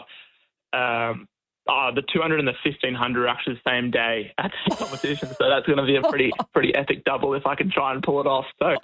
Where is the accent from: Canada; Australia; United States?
Australia; being an Australian distance swimmer.